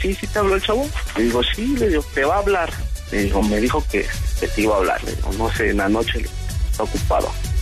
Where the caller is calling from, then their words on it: Tizayuca, Hidalgo, Mexico; yo soy de Tizayuca.